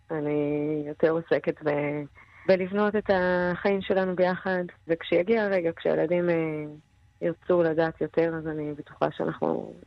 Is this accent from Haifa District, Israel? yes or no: no; Kfar Aza, Southern District, Israel; אנחנו בעצם ארבעה אחים, כולנו נולדנו וגדלנו בכפר עזה.